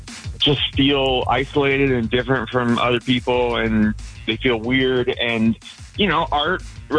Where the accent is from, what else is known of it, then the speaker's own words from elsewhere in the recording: Oakland, California, United States; I grew up in Oakland.